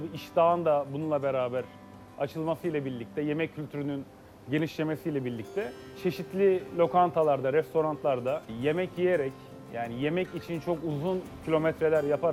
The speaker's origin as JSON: {"language": "Turkish", "region": "Istanbul", "country": "Turkey", "tie": "born there", "said": "1990 doğumluyum. İstanbul doğumluyum."}